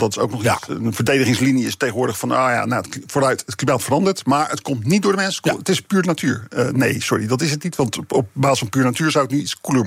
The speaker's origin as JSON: {"language": "Dutch", "town": "Rotterdam", "region": "South Holland", "country": "Netherlands", "said": "Als Rotterdammer denkt dan altijd van ja, dan komt Amsterdam onder water te staan"}